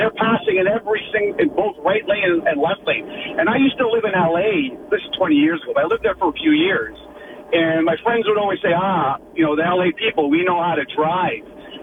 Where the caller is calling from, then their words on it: Canada; I'm Canadian.